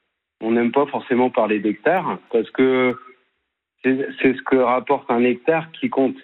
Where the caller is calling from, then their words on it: Hauts-de-France, France; Dans le 02, dans l'Aisne.